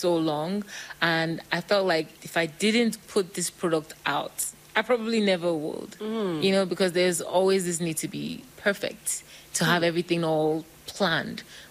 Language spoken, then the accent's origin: English; Nigeria; Because it wasn't logical for me. We come from Nigeria now. Who wants to be a musician at that time?